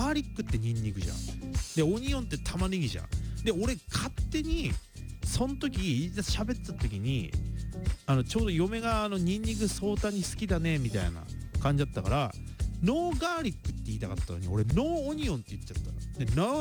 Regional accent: Ibaraki, Japan; accent: Ibaraki dialect; I'm from Japan. 茨城。So, 茨城 prefecture.

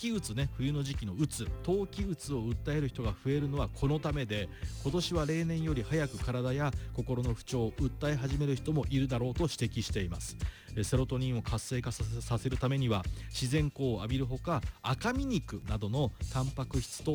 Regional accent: Sano, Tochigi, Japan; ふるさとの私栃木県佐野市の

